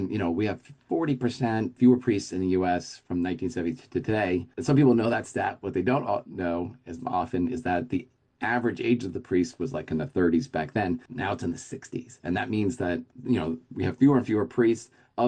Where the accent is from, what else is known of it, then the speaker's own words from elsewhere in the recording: Philadelphia, Pennsylvania, United States; When we first started the ministry, it came from a point of saying, I'm from Philadelphia.